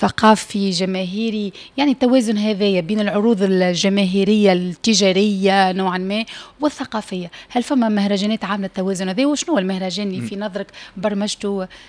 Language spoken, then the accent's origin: Arabic; Tunisia